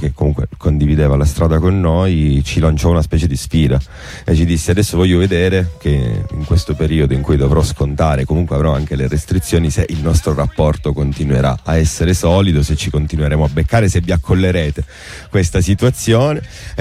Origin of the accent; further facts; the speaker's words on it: Sicily, Italy; accent: Sicilian; il mio accento siciliano